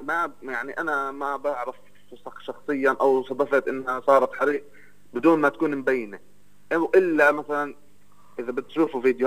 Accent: Palestine; عندنا في فلسطين،

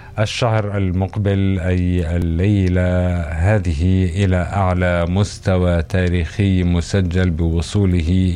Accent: Palestine; على الأسواق التابعة لدينا كفلسطينيين؟

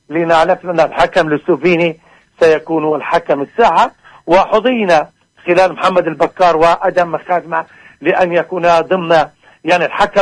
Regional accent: Palestine; إحنا كشعب فلسطيني

